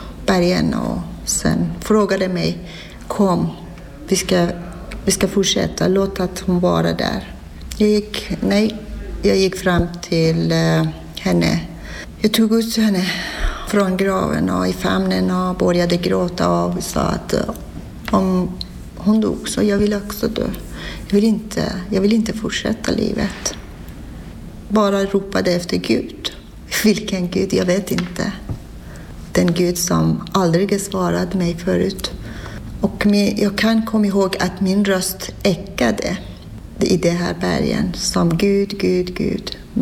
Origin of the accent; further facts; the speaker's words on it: Iran; Swedish is a second language; moved away as an adult; jag kom från Iran. Ursprungligen jag är muslim, men jag konverterade till kristendom. Jag är kristen nu.